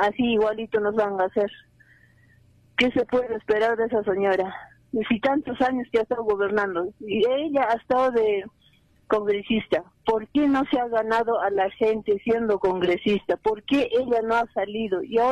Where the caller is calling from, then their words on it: Asillo, Puno, Peru; de Asillo